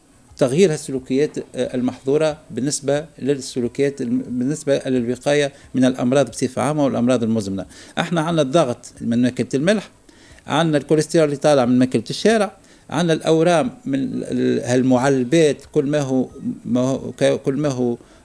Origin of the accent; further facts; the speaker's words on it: Tunisia; احنا تونسي